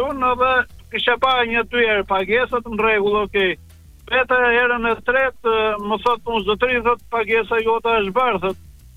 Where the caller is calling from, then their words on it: Elbasan, Elbasan County, Albania; Jam një shofer nga Elbasani.